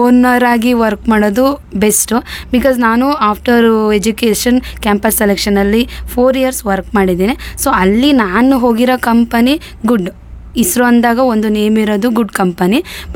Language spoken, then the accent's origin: Kannada; Shivamogga, Karnataka, India